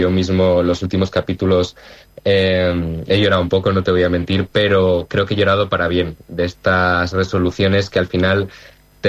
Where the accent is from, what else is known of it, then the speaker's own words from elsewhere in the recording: Ponferrada, Castile and León, Spain; now in Madrid, Spain; yo soy nativo de Ponferrada y nací allí. Y he vivido toda mi vida ahí prácticamente hasta que, bueno, me he tenido que ir a estudiar fuera. Y ahora mismo resido en Madrid un poco por eso.